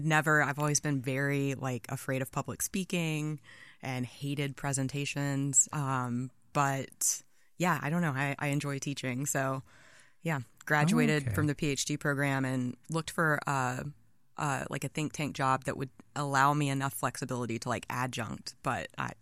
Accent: Athens, Georgia, United States; moved away; I'm from Athens, Georgia

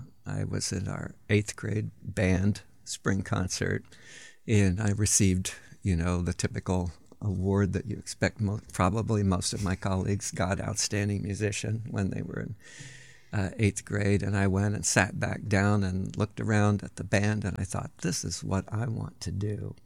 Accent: Illinois, United States; I grew up in East Central Illinois, other side of the state, roughly in the Champaign area

